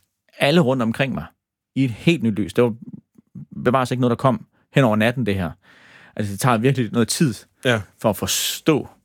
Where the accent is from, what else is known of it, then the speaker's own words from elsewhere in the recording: Sønderborg, Region of Southern Denmark, Denmark; Altså, jeg er vokset op i Sønderborg. Helt normal middelklasse